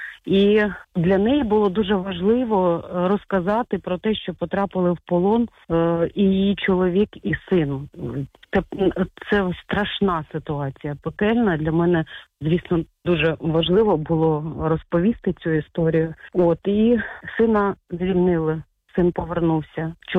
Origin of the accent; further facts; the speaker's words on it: Kherson, Kherson Oblast, Ukraine; also born or lived in Left bank of the Dnipro, Kherson Oblast; я на лівобережжі народилася, зростала в Херсоні